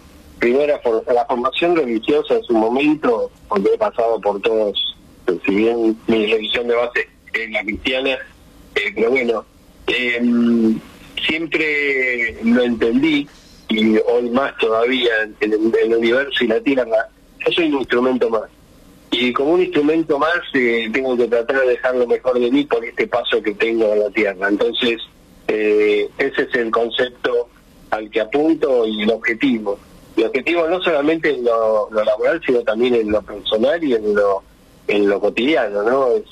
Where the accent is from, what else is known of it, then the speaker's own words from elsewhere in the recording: Buenos Aires, Argentina; born there; moved away as an adult; yo soy pompeño, que vengo de Buenos Aires, si bien hace 28 años que estoy acá, pero soy porteño, nací en Capital Federal